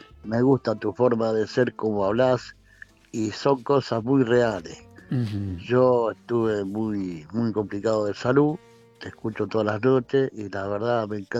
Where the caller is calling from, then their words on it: Burzaco, Buenos Aires Province, Argentina; de Bursaco.